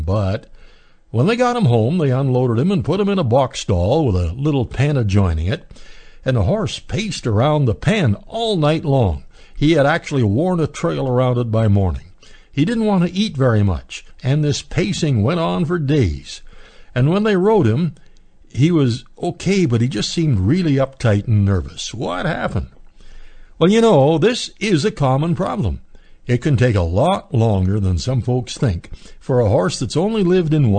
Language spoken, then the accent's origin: English; Alberta, Canada; born there; not far from my Uncle Art's farm, where I spent a lot of my growing-up days.